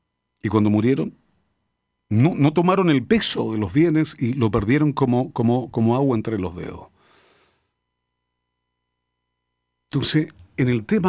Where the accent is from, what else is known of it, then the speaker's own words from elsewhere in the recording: Parral, Maule, Chile; nosotros somos de Parral, de campo, familia de campo, muchos años, de pueblo.